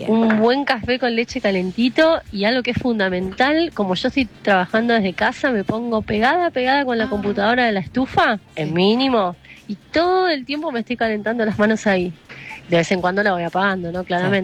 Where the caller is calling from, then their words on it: Villa Domínico, Buenos Aires Province, Argentina; de Villa Dominico.